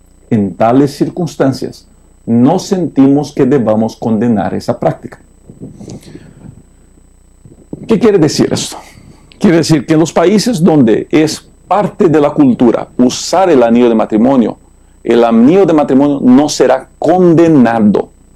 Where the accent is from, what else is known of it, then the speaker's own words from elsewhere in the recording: Brazil; now in United States; Yo soy de Brasil, fui creado en Brasil.